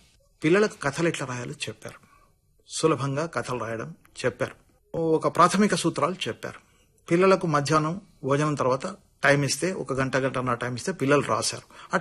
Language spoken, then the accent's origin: Telugu; Nizamabad, Telangana, India; నేను నిజామాబాద్ వాడిని